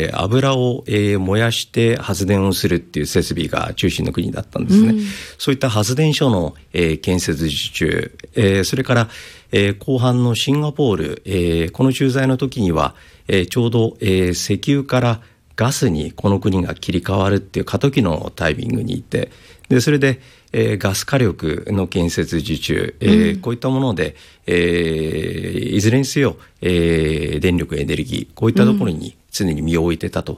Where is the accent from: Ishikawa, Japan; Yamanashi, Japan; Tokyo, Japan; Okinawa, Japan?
Ishikawa, Japan; Kanazawa; moved away; 実は私は石川県金沢出身で。